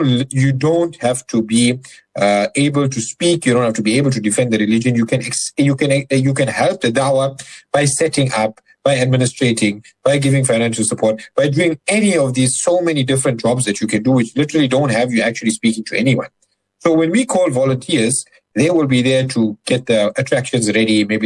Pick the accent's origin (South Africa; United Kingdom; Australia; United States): South Africa; Durban, KwaZulu-Natal; so that's in Johannesburg, and I'm from Durban, but I'll be flying up on Saturday morning just for this.